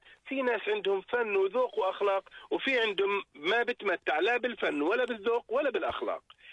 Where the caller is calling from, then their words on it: Jordan; إحنا كمجتمع أردني